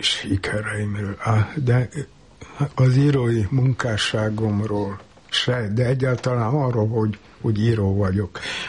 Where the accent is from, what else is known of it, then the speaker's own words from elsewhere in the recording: Transylvania, Romania; moved away; Én inkább otthon, Erdélyben tartózkodás félét éreztem irányomban.